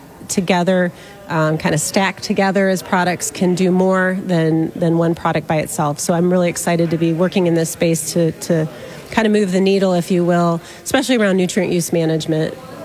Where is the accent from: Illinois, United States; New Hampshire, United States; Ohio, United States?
Ohio, United States; Mansfield; Yeah, I grew up in Central Ohio, Mansfield, Ohio. I went to school at Ohio State, did my undergrad and graduate work there in agricultural engineering.